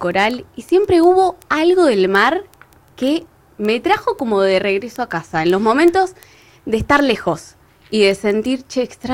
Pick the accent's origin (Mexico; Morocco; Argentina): Argentina; Río Gallegos, Santa Cruz; moved away as an adult; also born or lived in Spain / Australia; Soy de acá, de Río Gallegos, y estuve viajando mucho, estuve viviendo en diferentes lugares en el mundo, uh-huh. Y me acerqué al mar y siempre viví en ciudades costeras. Viví en España, uh-huh. Frente al mar Mediterráneo.